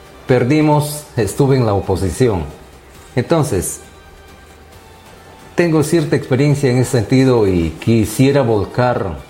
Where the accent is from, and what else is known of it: Lamas, San Martín, Peru